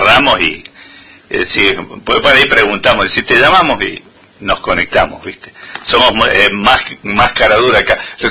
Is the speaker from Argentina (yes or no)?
yes; Mendoza, Argentina; Términos muy mendocinos. ¿Cuántos términos, no? Nosotros tenemos un montón